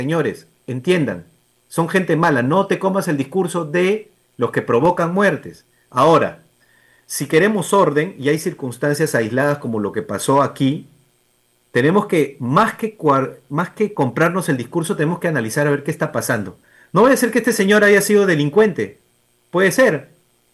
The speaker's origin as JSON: {"language": "Spanish", "country": "Peru", "said": "Entonces nosotros como padres peruanos, oye, a ver, ¿dónde están feministas?"}